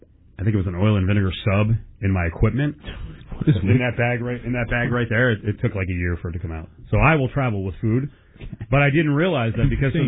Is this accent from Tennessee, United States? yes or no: no; New Jersey, United States; moved away; I grew up in New Jersey where the erosion is ridiculous, and sometimes the water is really dirty.